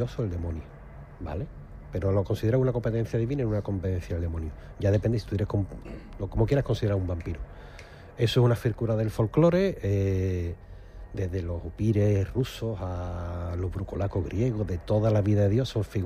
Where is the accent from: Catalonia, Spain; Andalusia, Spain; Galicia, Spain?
Andalusia, Spain; Y vale, yo soy andaluz, yo me crié en esta cultura, ¿vale?